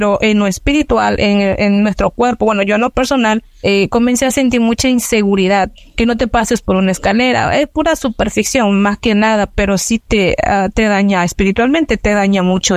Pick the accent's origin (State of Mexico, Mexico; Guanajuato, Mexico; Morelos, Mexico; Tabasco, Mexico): Tabasco, Mexico; Macuspana; soy originaria del estado de Tabasco, del municipio de Macuspana, pues un lugar muy hermoso